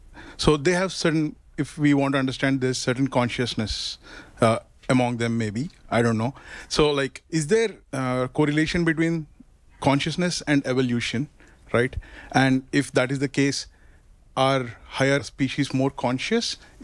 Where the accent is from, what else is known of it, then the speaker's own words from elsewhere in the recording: Cupertino, California, United States; Hi, Peter. … I'm from Cupertino.